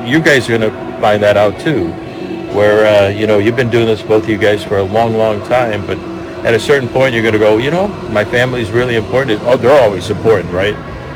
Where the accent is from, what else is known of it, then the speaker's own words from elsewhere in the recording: Chicago, Illinois, United States; now in Seattle, United States; I grew up in Chicago, but Seattle's my home.